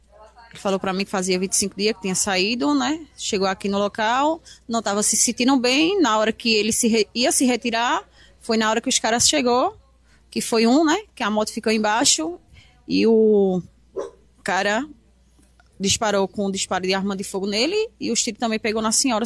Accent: Recife, Pernambuco, Brazil; also born or lived in Caruaru; Não, sou de Recife, morava aqui em Caruaru. Depois que minha mãe faleceu, fui morar no Recife.

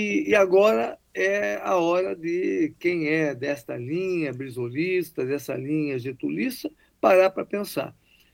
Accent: Brazil; eu sou brasileiro nacionalista

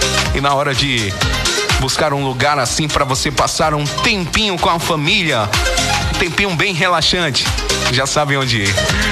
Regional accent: Bahia, Brazil; Sou da Bahia. … Eu compro aí todo mês.

